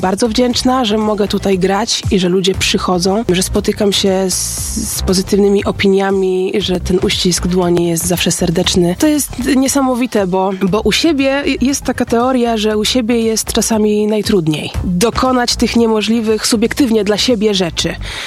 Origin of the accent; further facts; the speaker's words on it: West Pomeranian Voivodeship, Poland; Myślę, że ogromny, dlatego, że ja jestem spod Szczecinka. Ja się tu wychowałam